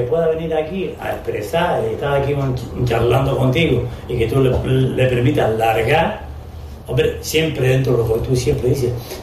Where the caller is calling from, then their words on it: Canary Islands, Spain; nosotros somos Gran Canaria.